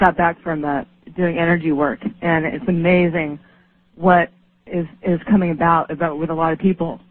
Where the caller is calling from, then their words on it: California, United States; I'm calling from California.